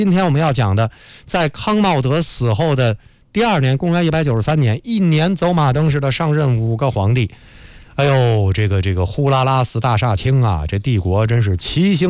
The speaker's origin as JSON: {"language": "Chinese", "country": "China"}